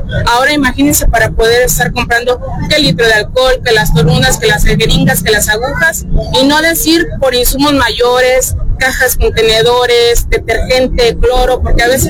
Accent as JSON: {"language": "Spanish", "country": "Mexico", "said": "como población, como mexicanos"}